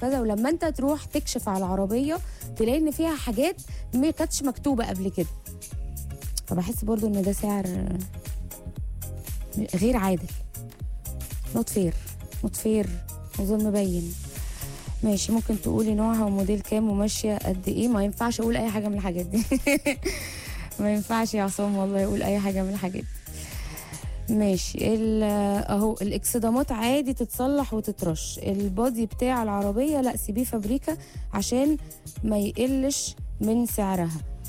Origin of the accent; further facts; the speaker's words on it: Egypt; احنا كمصريين